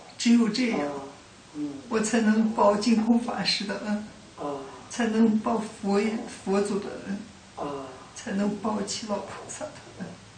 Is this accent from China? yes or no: yes; Shandong, China; 我是山东人